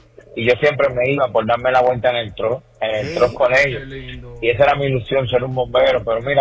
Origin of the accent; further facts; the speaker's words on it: Puerto Rico; Recuerdo que en mi pueblo, en Puerto Rico, había un grupo de bomberos